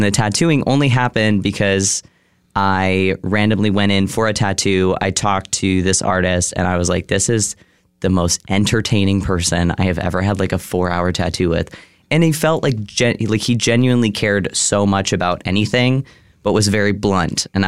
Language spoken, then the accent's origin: English; Dallas, Texas, United States; moved away as an adult; also born or lived in Austin; Well, I was born in Dallas and I lived there up until I graduated high school and then I immediately moved to Austin.